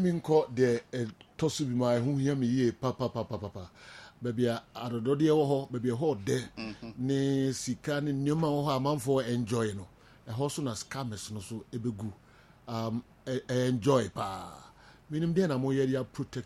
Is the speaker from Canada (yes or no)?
no; Ghana; so we're Ghanaian.